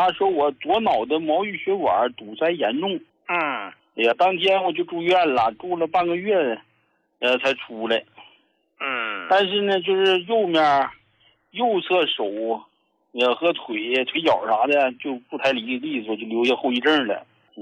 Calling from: Harbin, Heilongjiang, China; 哎，胡老师，我是哈尔滨的朋友。

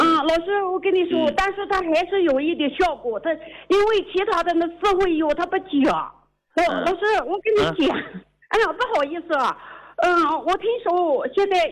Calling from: Kunming, Yunnan, China; 你好，大林老师，我是昆明的。

